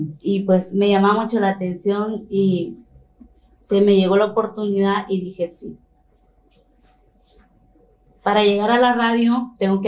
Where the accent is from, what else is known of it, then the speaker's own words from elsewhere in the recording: Tepetitán, Mexico; nací en Tepetitán, todo el tiempo he vivido ahí